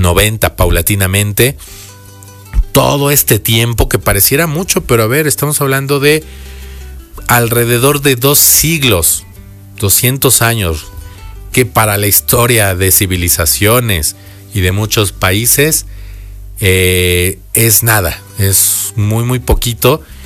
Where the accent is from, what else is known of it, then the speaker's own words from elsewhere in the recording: Mexico; pero que a su vez nos dio tantos derechos como mexicanos